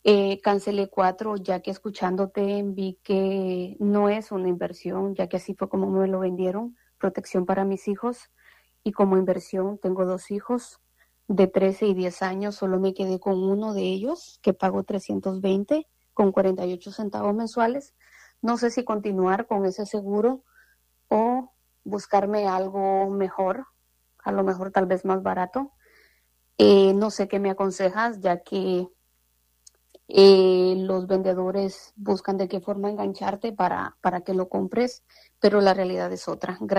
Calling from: Maryland, United States; Tengo 40 años, vivo en Maryland.

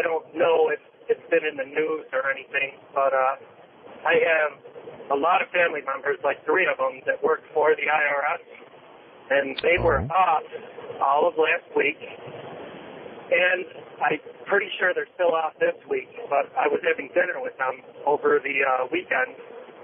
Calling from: Buffalo, New York, United States; I'm from Buffalo. Driving across Ohio.

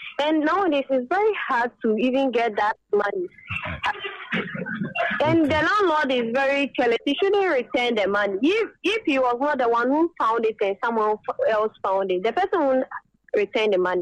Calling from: Tema, Greater Accra, Ghana; from Tema.

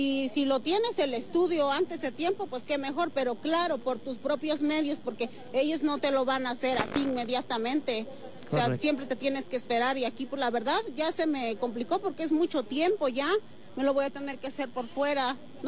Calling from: Mexico City, Mexico; yo vengo de Xochimilco

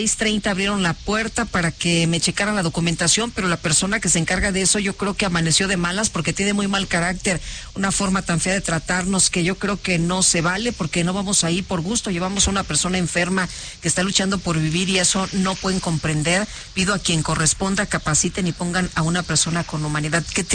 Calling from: Ixtapaluca, State of Mexico, Mexico; de Ixtapaluca

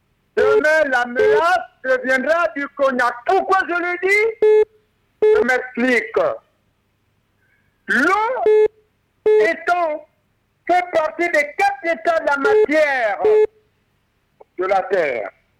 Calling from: Essassa, Estuaire, Gabon; je suis à Essassa.

